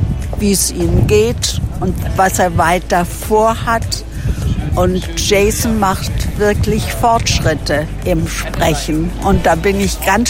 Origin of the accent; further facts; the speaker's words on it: Berlin, Germany; Ich bin aus Berlin